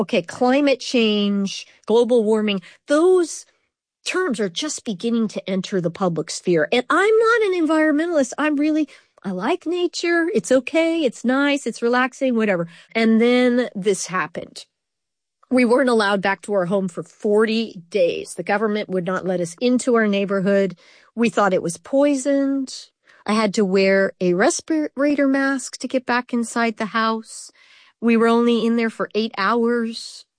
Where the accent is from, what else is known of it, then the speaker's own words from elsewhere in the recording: California, United States; I was as an undergrad in Los Angeles. I'm from California originally. My parents are from Ireland.